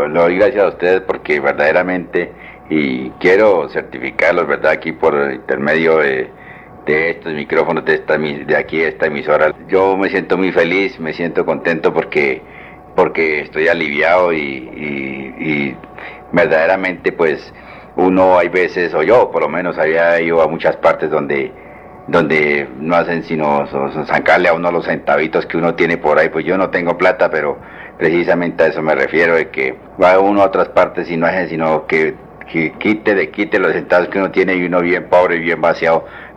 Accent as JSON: {"language": "Spanish", "town": "Barbosa", "country": "Colombia", "said": "Yo vengo allí del centro de Barbosa."}